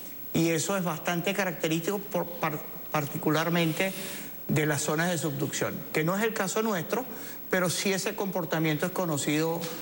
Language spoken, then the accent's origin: Spanish; Cumaná, Sucre, Venezuela; mi ciudad natal, es la primera ciudad fundada en Venezuela, es 1515, en la ciudad de Cumaná, es la primera, es por eso se le llama la primogénita del continente, fue la primera ciudad fundada en tierra.